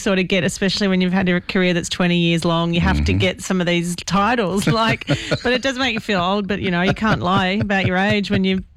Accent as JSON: {"language": "English", "town": "Mascot", "region": "New South Wales", "country": "Australia", "said": "I am a girl from Mascot, and everyone knows Mascot because that's where the airport is."}